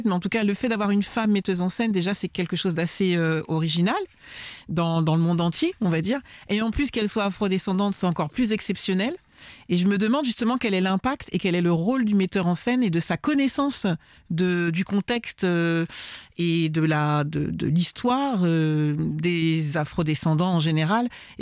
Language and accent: French; French Antilles, France; moi je suis originaire des Antilles françaises.